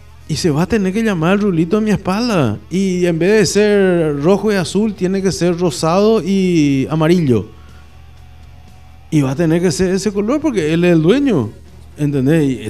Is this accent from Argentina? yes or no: no; Paraguay